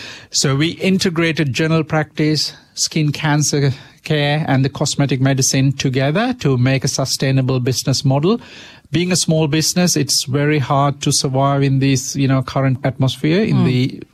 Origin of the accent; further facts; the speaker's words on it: Sri Lanka; English is a second language; and of course, I'm from Sri Lanka, so I'm back in Sri Lanka.